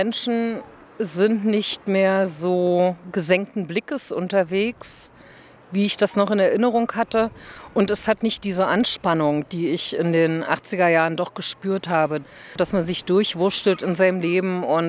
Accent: Magdeburg, Saxony-Anhalt, Germany; moved away as an adult; now in Berlin, Germany; Ich wurde 1966 in Magdeburg geboren, bin hier aufgewachsen und habe hier gelebt bis zu meinem Fluchtversuch 1989.

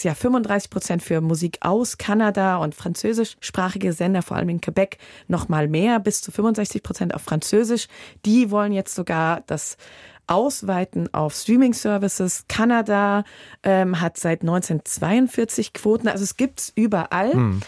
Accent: Hesse, Germany; Und ja, als Hessin meine ich auch Südhessisch.

